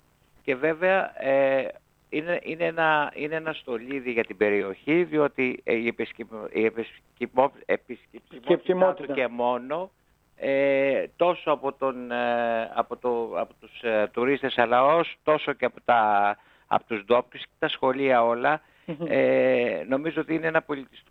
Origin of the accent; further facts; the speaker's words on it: Samos, North Aegean, Greece; Εμείς μιλάω για Σάμο διότι αυτός είναι ο τόπος μου, εδώ δραστηριοποιούμαστε όλοι και εδώ ζούμε.